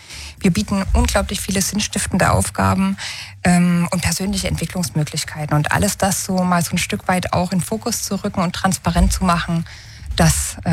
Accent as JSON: {"language": "German", "region": "Saxony", "country": "Germany", "tie": "born or raised there", "said": "Ich möchte voranstellen, dass ich das Vogtland, also ich bin gebürtige Vogtlanderin, bin hier geboren und aufgewachsen"}